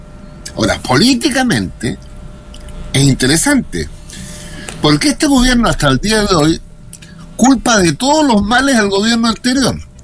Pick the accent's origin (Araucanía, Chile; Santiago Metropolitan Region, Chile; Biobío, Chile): Santiago Metropolitan Region, Chile; Santiago; Yo soy santiaguino